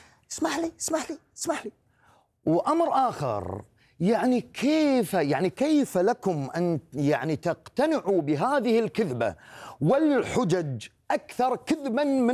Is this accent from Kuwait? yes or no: yes; Kuwait; والإيرانيون يعيشون عندنا في الكويت منعمين وبأمن واستقرار